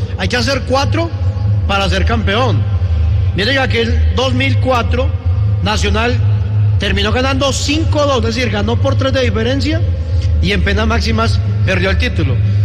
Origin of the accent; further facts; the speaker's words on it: Antioquia, Colombia; bueno, hablo por lo menos de mi parte como antioqueño, quiero que Nacional se quede con el título